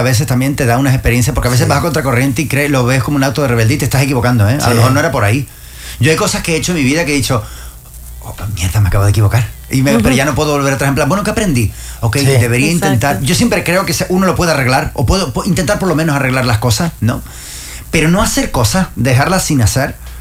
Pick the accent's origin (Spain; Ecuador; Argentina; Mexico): Spain; Y yo, de hecho, soy un español que siento un profundo amor por mi país